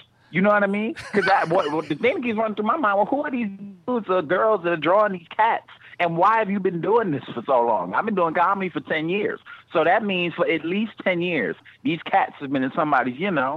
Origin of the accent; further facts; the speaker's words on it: New York, United States; I'm a New Yorker, so I'm from Harlem, New York. You know what I mean? So I come from a project in Harlem called Taft, or as we call it, Taftganistan, just to give you an idea of what I grew up around.